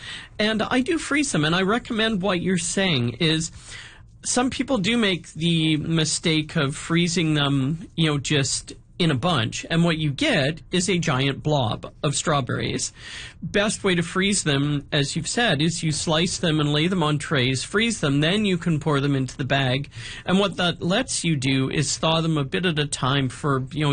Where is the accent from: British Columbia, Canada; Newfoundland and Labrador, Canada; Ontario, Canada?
British Columbia, Canada; Even my hometown on the Sunshine Coast had a strawberry jam factory.